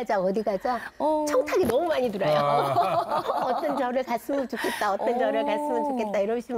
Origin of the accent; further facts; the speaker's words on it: Busan, South Korea; 친정이 부산이라서 말씀 잘못하실 수 있어요.